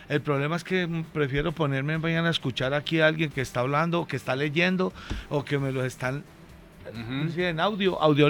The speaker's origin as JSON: {"language": "Spanish", "town": "Concordia", "region": "Antioquia", "country": "Colombia", "said": "Concordia, a mi pueblo, en el suroeste antioqueño."}